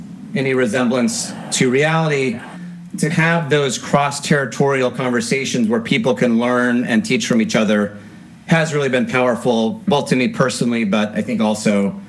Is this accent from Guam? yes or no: yes; Guam; I guess similar to yourself, I say, oh, I'm from Guam.